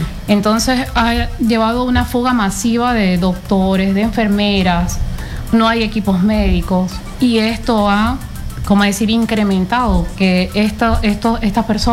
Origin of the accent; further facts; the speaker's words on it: Venezuela; now in Peru; te hablo como venezolana y también como hermana, que tengo familias allá en Venezuela.